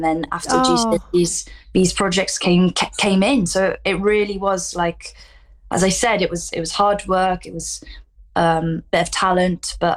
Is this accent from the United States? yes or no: no; Nottingham, East Midlands, United Kingdom; Well, I grew up mostly in Nottingham. I'm a military kid, so I moved around a lot.